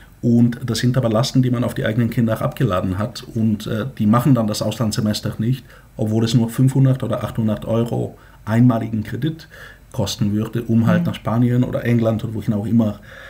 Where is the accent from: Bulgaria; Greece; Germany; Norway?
Bulgaria; Übrigens wie in meiner Heimat Bulgarien, da ähnelt sich Sachsen mit meiner Heimat ganz doll